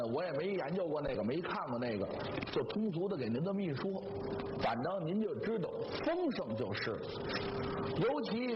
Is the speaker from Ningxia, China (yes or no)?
no; Beijing, China; 咱们北京人呢，乃至北方人